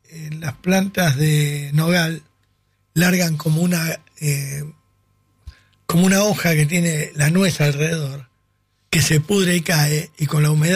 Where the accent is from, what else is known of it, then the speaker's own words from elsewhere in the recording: El Cazador, Buenos Aires Province, Argentina; Yo me crié en El Cazador.